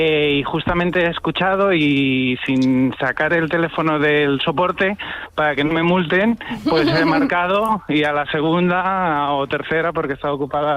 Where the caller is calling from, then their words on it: Madrid, Community of Madrid, Spain; Desde Madrid